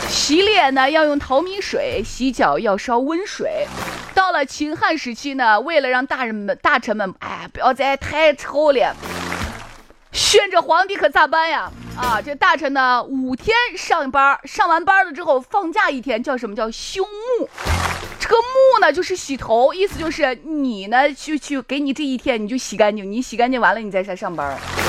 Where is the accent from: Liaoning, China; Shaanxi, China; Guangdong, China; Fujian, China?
Shaanxi, China; accent: Shaanxi dialect; 我们陕西话叫跳蚤